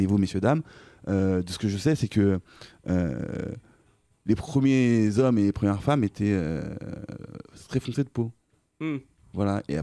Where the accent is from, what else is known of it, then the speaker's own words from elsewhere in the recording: France; Je suis français aussi, donc ça va.